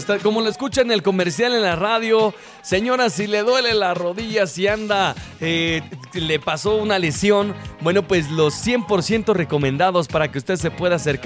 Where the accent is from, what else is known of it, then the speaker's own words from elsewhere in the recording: Senguio, Michoacán, Mexico; Soy de Senguio.